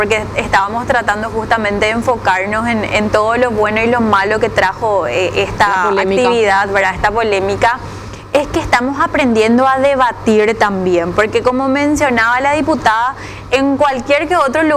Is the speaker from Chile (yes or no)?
no; Paraguay